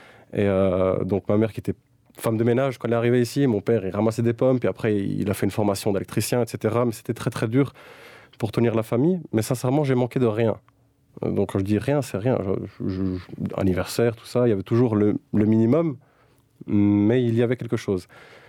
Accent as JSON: {"language": "French", "country": "Belgium", "tie": "born or raised there", "also_born_or_lived": "Albania", "lives_now": "Luxembourg", "said": "Parce que bon, même si je suis albanais, je suis belge aussi, parce que j'ai grandi en Belgique, et les Belges aussi, on sait faire la fête."}